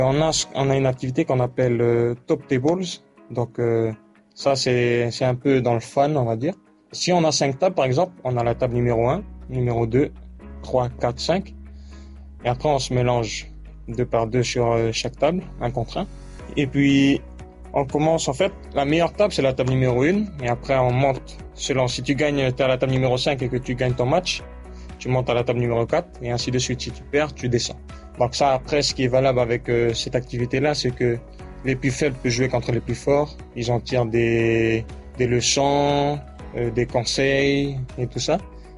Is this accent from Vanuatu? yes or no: yes; Shefa, Vanuatu; je suis originaire des Fatés, principalement du village des Raccords. J'ai 22 ans.